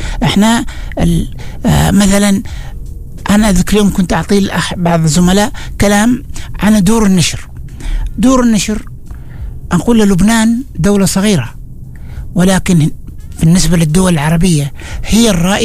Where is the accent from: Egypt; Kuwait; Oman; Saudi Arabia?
Oman; لا، احنا عندنا في عمان مثال يقول لك لا تذهب الدواء قبل الفلعة